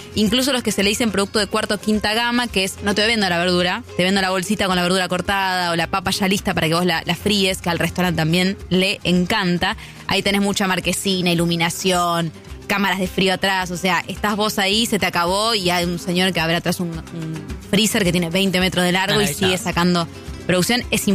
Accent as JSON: {"language": "Spanish", "country": "Argentina", "said": "yo soy de Argentina, yo también produzco un montón de frutas y verduras"}